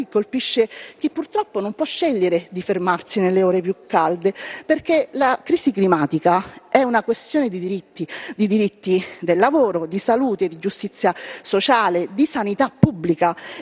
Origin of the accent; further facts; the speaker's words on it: Lazio, Italy; anche la mia terra, la Ciociaria